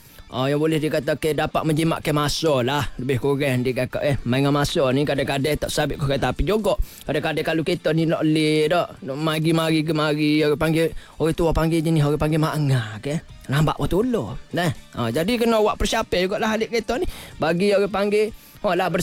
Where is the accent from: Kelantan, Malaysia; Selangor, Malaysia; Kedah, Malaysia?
Kelantan, Malaysia; kita lah sebagai rakyat Kelantan